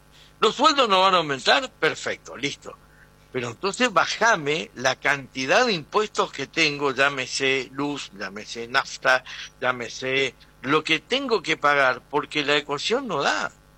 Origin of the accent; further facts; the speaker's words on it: Argentina; no solo como argentino, sino como comerciante.